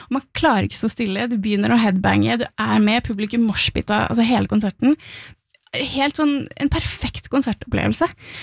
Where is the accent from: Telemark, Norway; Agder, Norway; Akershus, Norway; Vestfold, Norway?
Telemark, Norway; Gvarv; Altså, jeg kommer fra et fantastisk bit. Et lite sted I Midt-Telemark kalt Gvarv